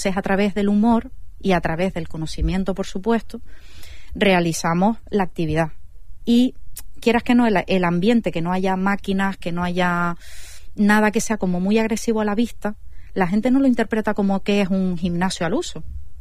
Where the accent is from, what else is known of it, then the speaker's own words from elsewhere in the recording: Los Llanos de Aridane, Canary Islands, Spain; este proyecto está ubicado en mi ciudad natal, aquí en Los Llanos